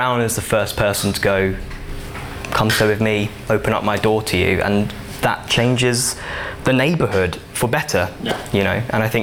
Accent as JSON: {"language": "English", "town": "Ilford", "region": "London", "country": "United Kingdom", "said": "Like, I'm from Ilford, so there's loads, it's a very strong South Asian base there."}